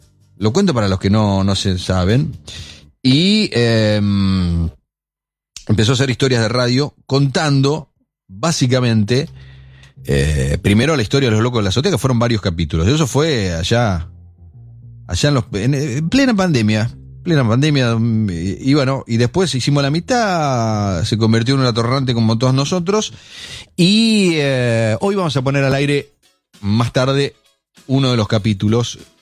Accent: La Madrid, Tucumán, Argentina; Se juntan, había muchas asociaciones, se juntan en mi pueblo, en La Madrid, y ahí va uno de los capos del movimiento, que era Dani Camporini.

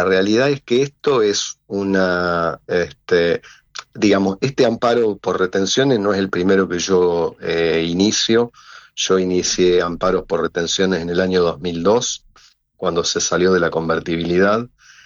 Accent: Pergamino, Buenos Aires Province, Argentina; Yo soy de Pergamino. Pergamino corresponde a la jurisdicción del Juzgado Federal de San Nicolás.

